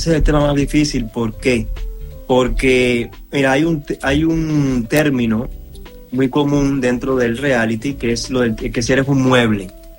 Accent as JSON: {"language": "Spanish", "country": "Spain", "moved": "as an adult", "lives_now": "United States", "said": "Yo, la razón principal por que me fui de España, porque, bueno, estábamos bastante bien allá, nos sentíamos contentos con mi familia"}